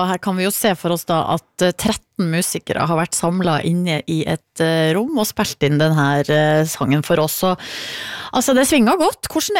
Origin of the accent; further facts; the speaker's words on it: Hamarøy, Nordland, Norway; born or raised there; moved away